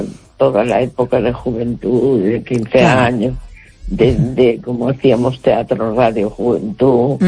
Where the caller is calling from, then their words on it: A Coruña, Galicia, Spain; de La Coruña.